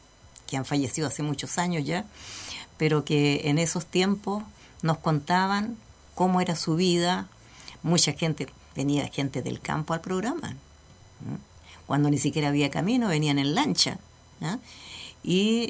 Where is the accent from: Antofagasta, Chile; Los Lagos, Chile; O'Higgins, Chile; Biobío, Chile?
Los Lagos, Chile; Chonchi; now in Ancud, Chile; Soy de Chonchi.